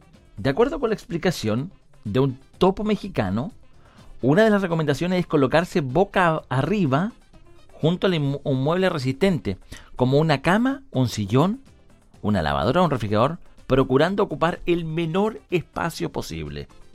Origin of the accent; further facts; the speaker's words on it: Chile; uno como chileno